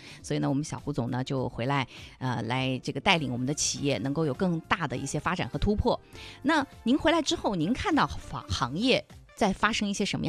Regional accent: Hunan, China; 咱们湖南人都知道啊，

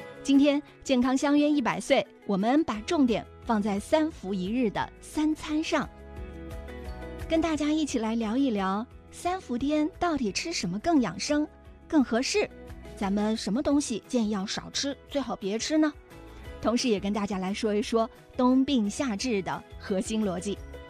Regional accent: Hunan, China; 对于我们湖南人来说，常年气候潮湿闷热

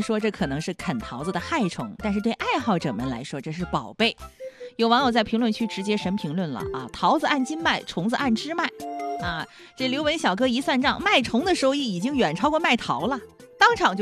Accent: Changsha, Hunan, China; 就让我想到了长沙老方言里头有一个狠狠。

